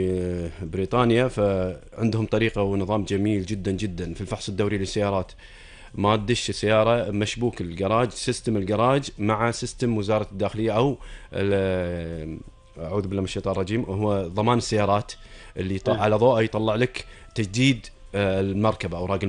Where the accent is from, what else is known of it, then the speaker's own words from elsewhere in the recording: Kuwait; عندنا بالكويت